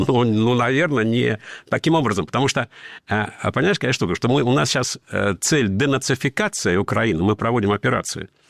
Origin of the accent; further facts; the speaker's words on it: Dagestan, Russia; В России я дагестанец, а в мире я русский.